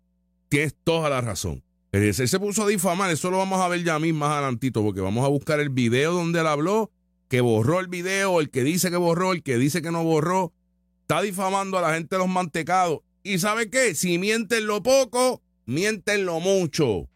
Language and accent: Spanish; Aibonito, Puerto Rico; directamente del Tribunal de Aybonito. Oye, mi pueblo.